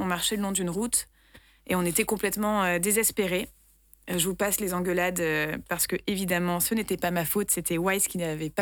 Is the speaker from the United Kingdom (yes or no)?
no; Nîmes, Occitanie, France; moved away; j'ai 33 ans, donc je suis bien trentenaire et je suis aussi nîmoise.